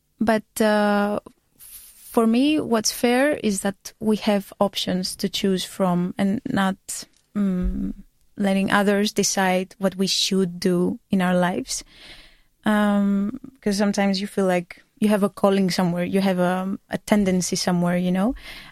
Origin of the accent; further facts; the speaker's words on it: Greece; moved away; I'm from Greece.